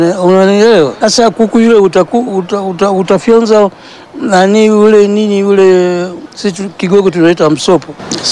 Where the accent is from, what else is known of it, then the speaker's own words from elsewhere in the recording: Mvumi, Dodoma, Tanzania; born there; Mimi nimezaliwa Mvumi. Sawa, so, mwaka 1948.